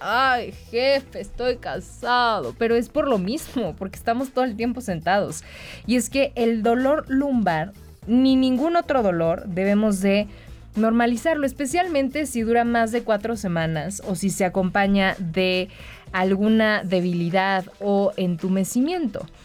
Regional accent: Mexico; Yo sé que los mexicanos somos muy chambeadores.

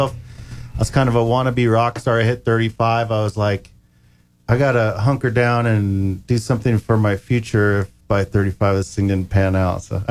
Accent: New Mexico, United States; I grew up here. I grew up in the East Mountains.

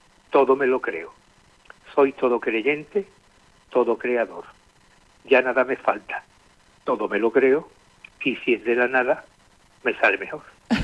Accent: Andalusia, Spain; por ahí de andaluz, ni haciéndome el gracioso. Espero que siendo como soy yo de natural, deje bien a mi tierra.

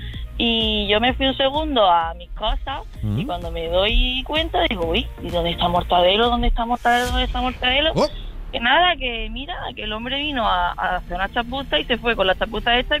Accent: Almería, Andalusia, Spain; nos fuimos a una finca ahí en mitad de los invernaderos, que yo soy de Almería, fuimos ahí en mitad de los invernaderos a buscarlo.

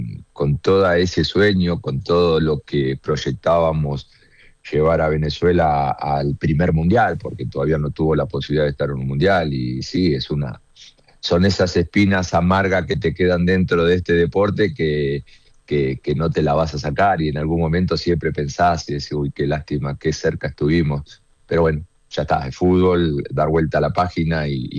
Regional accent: Argentina; moved away

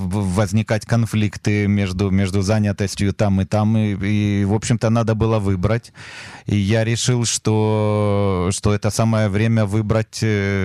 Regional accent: Kharkiv, Kharkiv Oblast, Ukraine; moved away as an adult; also born or lived in Israel; Родился в Украине в 1974 году. В возрасте год с лишним моя семья приехала в Харьков, и с тех пор я жил в Харькове до 19 лет. В 19 лет я уехал в Израиль один

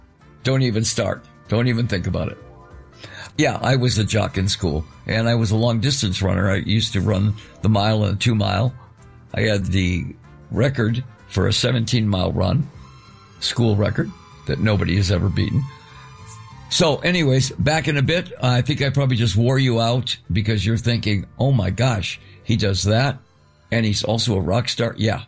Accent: Detroit, Michigan, United States; Yeah, I was that kid from Detroit that was probably the best left fielder you'll ever find.

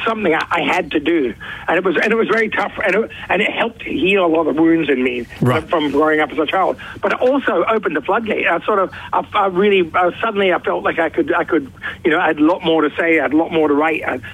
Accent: South Australia, Australia; born there; also born or lived in Adelaide; that's practically my hometown. I've spent a lot of time, as a young lad, doing gigs up and down the river and on boats and all that sort of stuff as well.

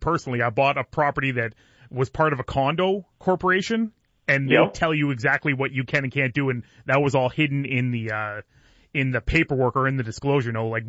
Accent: Belle River, Ontario, Canada; I never went to General Amherst. I grew up in Belver, but there's not much about that building besides it being built over 100 years ago that really stands out to me.

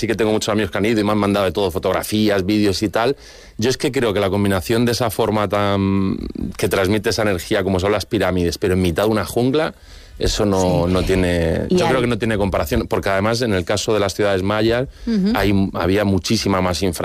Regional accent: Cartagena, Region of Murcia, Spain; Cartagena no es una ciudad tan monumental como esas otras que he nombrado, evidentemente ni lo somos ni lo seremos

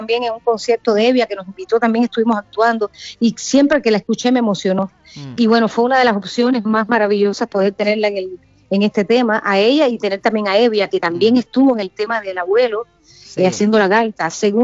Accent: Cuba; also born or lived in Asturias, Spain; El primer single fue el tema … un canto a mi tierra natal, a Cuba, a mi Cuba. Amada Cuba. Uh-huh. La segunda es mi otra amada tierra, que es Asturias.

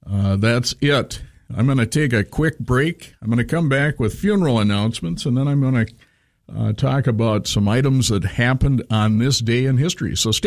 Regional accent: Litchfield, Minnesota, United States; I grew up in Litchfield, so that's my home country.

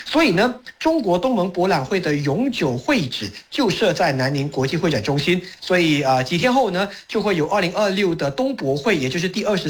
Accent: Malaysia; 为自己是马来西亚人感到骄傲。那我现在就在国外完成我身为马来西亚人的任务。

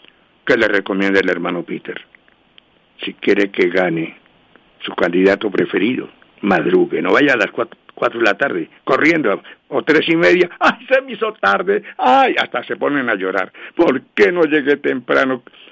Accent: Anolaima, Cundinamarca, Colombia; Yo soy de Anolaima.

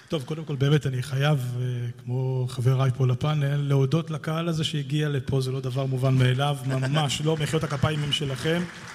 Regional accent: Bat Yam, Tel Aviv District, Israel; born there; also born or lived in Ashkelon / Georgia

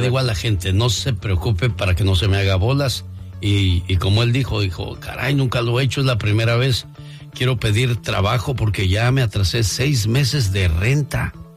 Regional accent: Puebla, Mexico; now in United States; No dejen abajo a sus paisanos, a su raza, chamacos, porque un día salí de Puebla, pero Puebla

